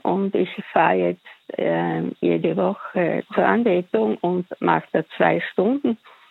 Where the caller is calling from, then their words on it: Styria, Austria; Ich bin aus der Steiermark.